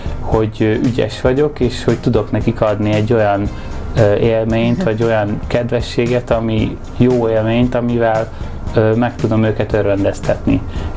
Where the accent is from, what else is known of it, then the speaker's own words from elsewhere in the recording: Budapest, Hungary; 13 éves voltam, Kőbányán nőttem fel a Pongrász telepen